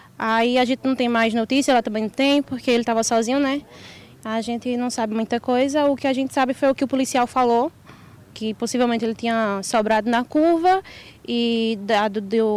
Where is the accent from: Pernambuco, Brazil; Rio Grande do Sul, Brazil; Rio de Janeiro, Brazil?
Pernambuco, Brazil; Caruaru; Eu sou daqui de Caruaru mesmo.